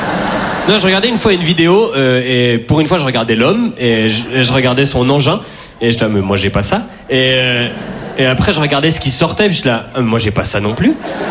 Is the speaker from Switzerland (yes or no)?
yes; Switzerland; C'est pas parce que je suis suisse que je peux pas avoir froid, quoi.